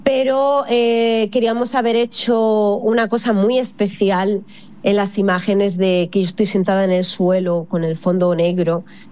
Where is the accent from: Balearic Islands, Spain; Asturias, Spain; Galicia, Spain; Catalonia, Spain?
Catalonia, Spain; now in Italy; yo soy catalana, pero mis padres son andaluces, o sea, mi madre de Córdoba y mi padre de Granada, ¿no? Y desde pequeñita, todos los veranos, pasábamos todos los veranos en Andalucía, o sea, que es que en mi sangre, en mis venas corre sangre andaluza